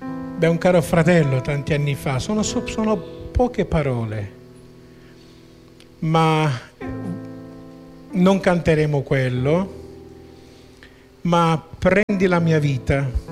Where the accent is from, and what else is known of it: Niscemi, Sicily, Italy; born or raised there